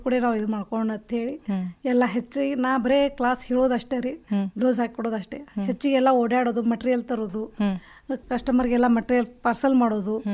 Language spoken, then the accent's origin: Kannada; Tamba, Karnataka, India; now in Vijayapura, India; ನಮ್ಮೂರು ತಾಂಬಾ ಅಲ್ಲೇ ಎಲ್ಲರೂ ಕೂಡಿ ಫಂಕ್ಷನ್ ಮಾಡ್ತೇವೆ.